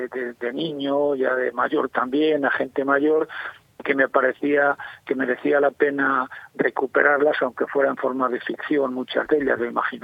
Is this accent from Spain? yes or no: yes; Spain; born there; moved away; yo recuerdo en mi pueblo